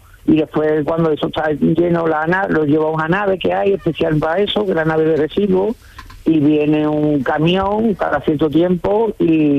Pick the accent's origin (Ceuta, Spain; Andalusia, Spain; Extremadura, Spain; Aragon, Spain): Andalusia, Spain; Montequinto; now in El Ronquillo, Spain; Yo vengo yo soy de toda la vida de Dios, de Montequinto.